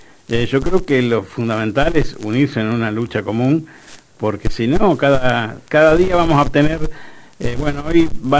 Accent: General Pinto, Buenos Aires Province, Argentina; also born or lived in Maipú; Bueno, yo nací circunstancialmente en un lugar que se llama Maipú, en la provincia de Buenos Aires. Uh-huh. Me crié en otro pueblo que se llama General Pinto, que es sobre cerca de Lincoln

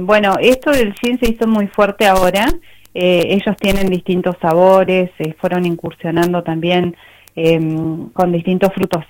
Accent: Argentina; como ciudadano y como argentino

